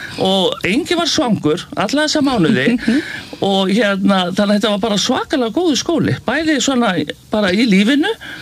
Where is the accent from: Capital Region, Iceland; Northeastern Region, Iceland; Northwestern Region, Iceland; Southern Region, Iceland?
Northwestern Region, Iceland; Blönduós; var algjör bara tossi og hérna og vitleysingur og ólst upp á Blönduósi og þá voru ekki til inn í félagsráðgjafar og sálfræðingar til þess að taka á svona stelpuskotti